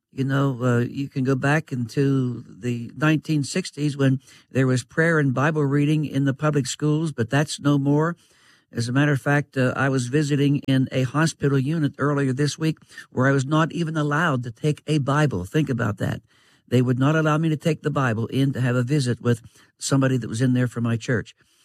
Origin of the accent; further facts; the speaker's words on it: United States; now in Altoona, Pennsylvania, United States; Hey, I'm an American.